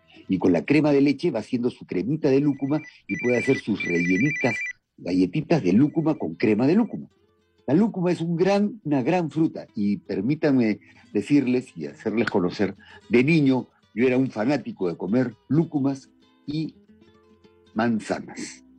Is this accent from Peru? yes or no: yes; Peru; Somos peruanos al comer ranfañote